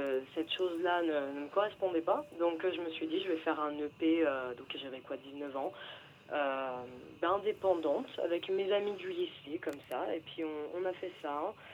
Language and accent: French; Limoges, Nouvelle-Aquitaine, France; je viens de Limoges à la base